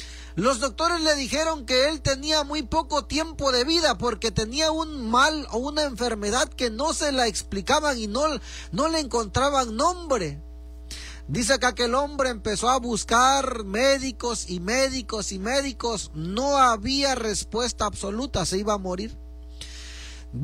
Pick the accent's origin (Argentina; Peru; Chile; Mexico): Mexico; nosotros somos mexicanos, y uno sabe de dónde viene uno, ¿verdad? ¿De qué raíces?